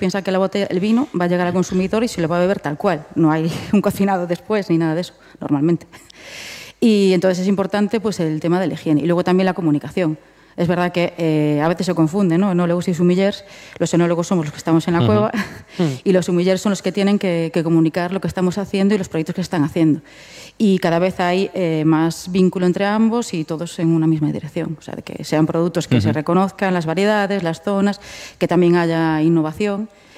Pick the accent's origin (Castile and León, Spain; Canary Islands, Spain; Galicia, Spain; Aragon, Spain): Galicia, Spain; Vilagarcía de Arousa; Tenemos el referente de donde yo soy, de Vila García de Arousa